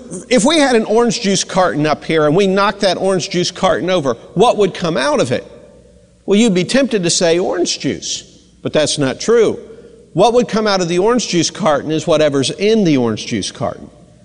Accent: Mansfield, Ohio, United States; I grew up in Mansfield, Ohio, about 70 miles south of Cleveland, and I grew up being an Indians fan.

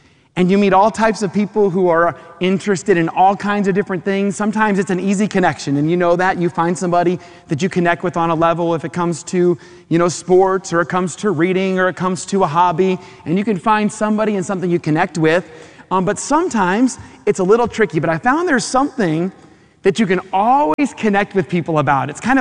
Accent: Chicago, Illinois, United States; born there; now in California, United States; I'm originally from Chicago, so I keep my roots from Chicago. When you're born somewhere and you're diehard with your state, you love the stuff there.

